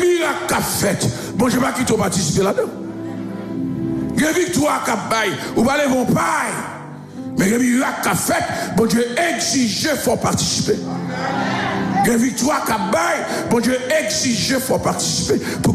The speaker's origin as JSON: {"language": "French", "country": "Haiti"}